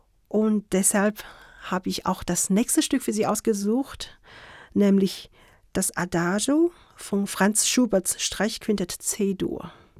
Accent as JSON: {"language": "German", "region": "Beijing", "country": "China", "tie": "born or raised there", "also_born_or_lived": "Kassel / Karlsruhe", "second_language": "German", "moved": "as an adult", "lives_now": "Munich, Germany", "said": "Ursprünglich komme ich aus Peking, bin in Peking aufgewachsen, zur Schule gegangen und zum Studium kam ich dann nach Deutschland."}